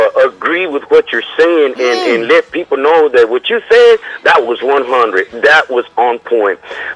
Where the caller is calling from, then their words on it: Houston, Texas, United States; I'm calling from Houston. And by the way